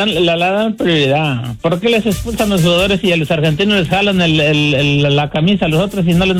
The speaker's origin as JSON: {"language": "Spanish", "country": "Mexico", "said": "yo soy mexicano, soy naco, como dice ahí el feo."}